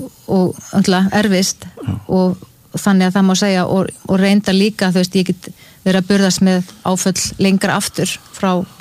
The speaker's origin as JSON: {"language": "Icelandic", "town": "Ísafjörður", "region": "Westfjords", "country": "Iceland", "tie": "born or raised there", "said": "Ég meni ég alveg upp á Ísafirði það sem að voru sjóslis, voru tíð og margir"}